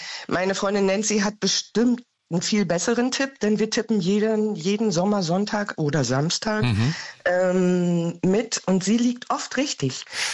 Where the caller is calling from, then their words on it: East Germany, Germany; ich bin aus dem Osten